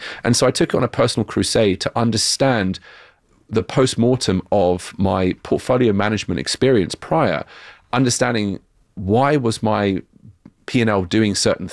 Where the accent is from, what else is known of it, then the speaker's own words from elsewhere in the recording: United Kingdom; accent: British; moved away as an adult; now in United States; it's my British accent